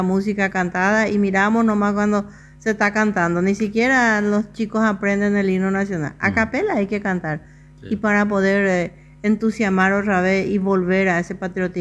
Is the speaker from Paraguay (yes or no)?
yes; Paraguay; nosotros no somos argentinos